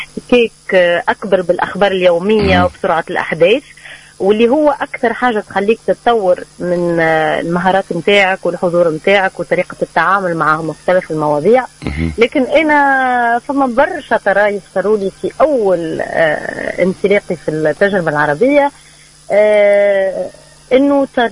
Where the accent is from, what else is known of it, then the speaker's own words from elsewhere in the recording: Tunis, Tunis Governorate, Tunisia; اني انا بنت العاصمه